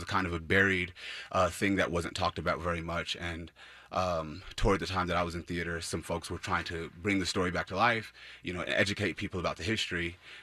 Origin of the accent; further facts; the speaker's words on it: Indianapolis, Indiana, United States; I grew up in Indianapolis